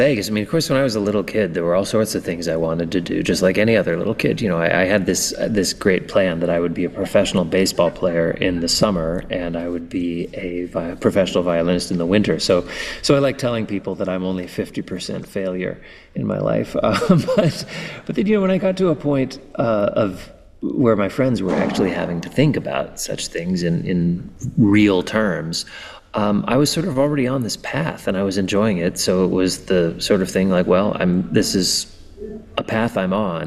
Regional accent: Brandon, Manitoba, Canada; moved away; it's in my hometown of Brandon, Manitoba

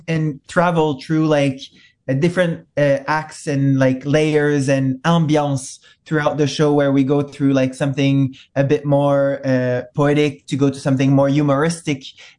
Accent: Montreal, Quebec, Canada; I am from directly from Montreal in Canada.

